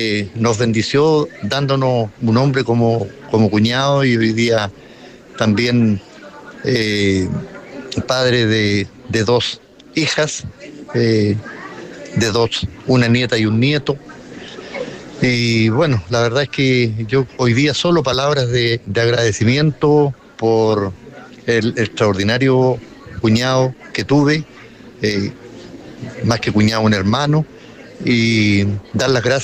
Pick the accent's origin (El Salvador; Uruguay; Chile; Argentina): Chile; Capitán Pastenes, Araucanía; also born or lived in Angol; nos criamos juntos en Capitán Pastenes. Después nos vinimos a vivir a Angol para estudiar y hacer la enseñanza media